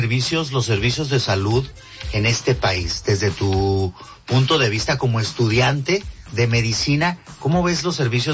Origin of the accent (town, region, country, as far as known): Mexico